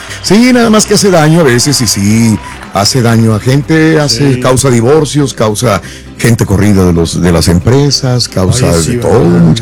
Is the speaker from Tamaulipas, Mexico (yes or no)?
yes; Matamoros, Tamaulipas, Mexico; yo soy de Matamoros.